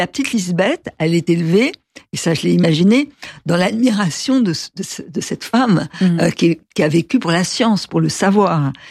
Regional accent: Paris, Île-de-France, France; born there; quand j'étais petite, j'allais plus au Luxembourg ou dans d'autres jardins

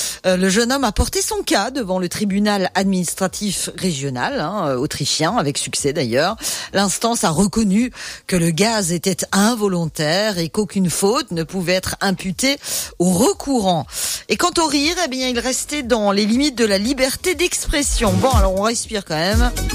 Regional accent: France; chez nous en France

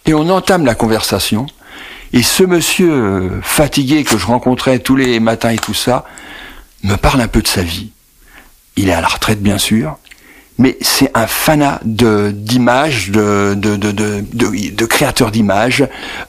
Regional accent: Nevers, Bourgogne-Franche-Comté, France; Je suis de Nevers de Cise, Sainte-Bernadette est là-bas, voilà.

